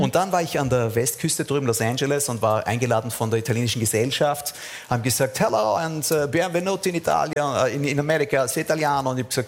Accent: Vienna, Austria; Nein, ich würde sagen, das ist meine Heimatstadt, das ist Wien.

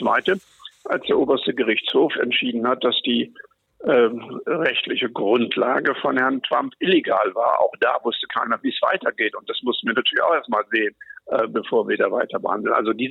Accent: Northern Germany, Germany; Ja, ich meine, ich komme aus Norddeutschland, da sind wir sturmgeprobt

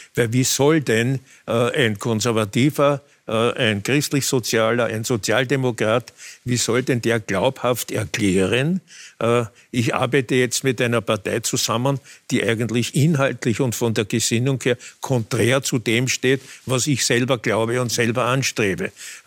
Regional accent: Vienna, Austria; sondern meinem Familiennamen entsprechend in Favoriten. Und wir sind aber dann die Familie eben nach Herna

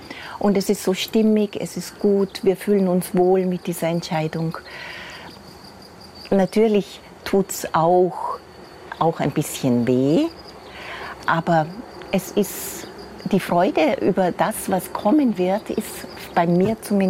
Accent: Salzburg, Austria; born there; Weil unsere Wurzeln sind ja in Vorarlberg. Wir sind zwar alle in Salzburg geboren, aber die Eltern sind Vorarlberger.

